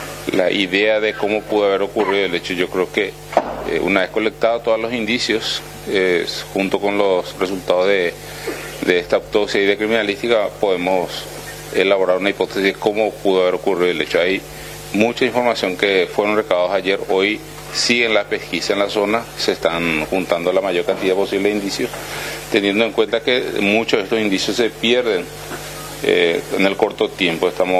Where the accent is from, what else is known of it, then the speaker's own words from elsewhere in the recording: Ciudad Ayala, Morelos, Mexico; Yo soy de Ayala.